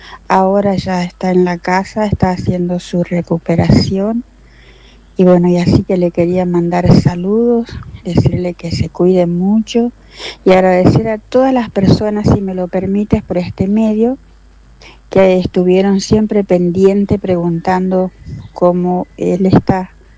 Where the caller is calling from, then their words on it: Valencian Community, Spain; de Pinedo.